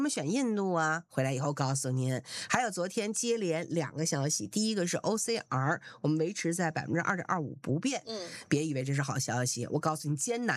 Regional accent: northern China, China; now in New Zealand; 我作为个北方人，对不对？新西兰这再冷一点，到零下我也能扛

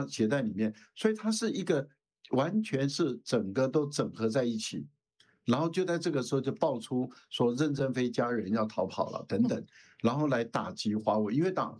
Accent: Taiwan; 我们台湾人

